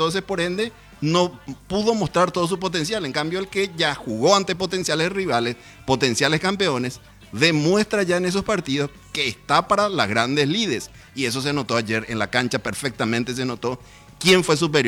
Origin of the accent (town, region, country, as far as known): Paraguay